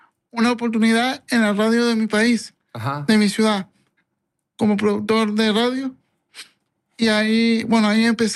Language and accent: Spanish; Venezuela; el 40% de nuestras redes es de público argentino, a pesar de que soy venezolano.